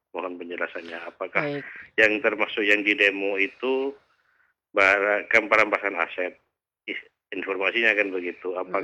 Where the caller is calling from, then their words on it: Situbondo, East Java, Indonesia; Kita, dari Situbondo Mbak Gita.